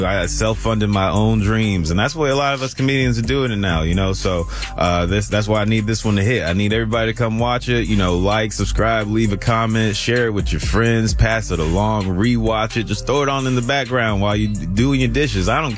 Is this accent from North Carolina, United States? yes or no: yes; North Carolina, United States; moved away as an adult; I grew up in North Carolina. I moved here 10 years ago